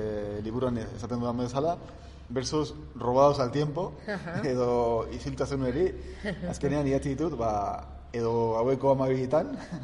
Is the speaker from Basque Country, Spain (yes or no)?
yes; Villabona, Basque Country, Spain; born there; now in Urdiain, Spain; Ni jaio naiz, Bilabonan, eta Urdiain daramat, ba, sei urte ingo ditut.